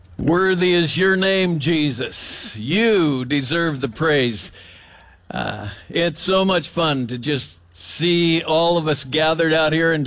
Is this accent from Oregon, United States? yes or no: yes; Willamette Valley, Oregon, United States; I was born in Emmanuel Hospital, and I'm an Oregonian, and I love the beauty that we get to live in. I grew up in the Willamette Valley